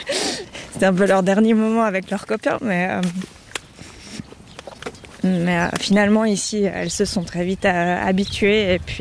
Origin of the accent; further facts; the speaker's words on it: Jura, Switzerland; Ça fait bientôt un an qu'on est là. On est jurassien.